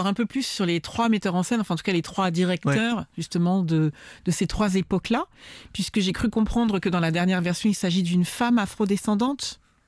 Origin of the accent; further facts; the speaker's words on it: French Antilles, France; moi je suis originaire des Antilles françaises.